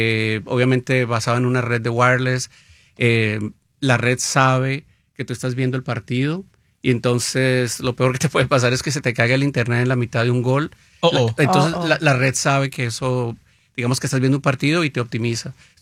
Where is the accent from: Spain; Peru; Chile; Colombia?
Colombia; yo soy colombiano, entonces puedo decir el equipo de Colombia